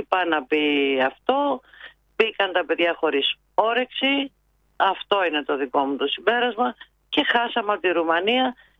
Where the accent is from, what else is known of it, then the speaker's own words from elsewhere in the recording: Piraeus, Attica, Greece; Εγώ είμαι Πειραιώτισσα, γέννημα Θρέμα. Εκεί γεννήθηκα, εκεί μεγάλωσα.